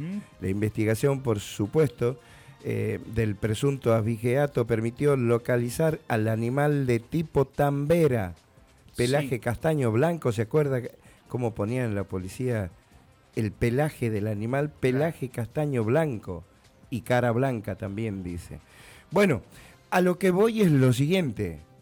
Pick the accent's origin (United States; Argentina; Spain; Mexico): Argentina; a veces los argentinos nos quedamos sin gas.